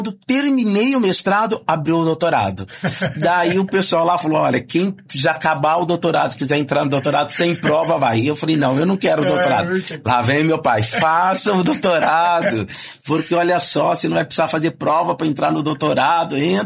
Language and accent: Portuguese; Florianópolis, Santa Catarina, Brazil; born there; now in Campo Grande, Brazil; eu não sou de Mato Grosso do Sul. Eu sou de Santa Catarina, né? Eu sou nascido em Florianópolis. Mas toda vez que as pessoas perguntam para mim aonde que você mora, eu falo que eu moro em Campo Grande.